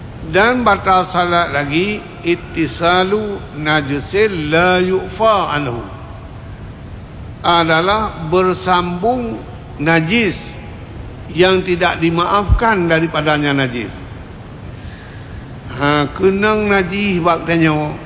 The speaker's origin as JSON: {"language": "Indonesian", "region": "Aceh", "country": "Indonesia", "said": "Biasa kalau kita orang Aceh, kaum-kaum ibu sering sembahyangnya di sawah, salat di sawah"}